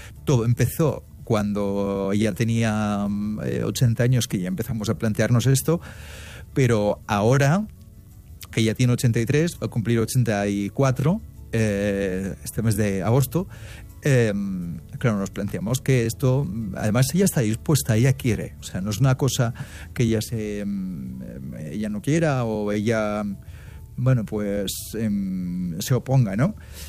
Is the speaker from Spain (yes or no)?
yes; Castilla-La Mancha, Spain; now in Madrid, Spain; Somos de Castilla-La Mancha. No me gustaría decir la ciudad. Entonces, tenemos un problema. Yo vivo en Madrid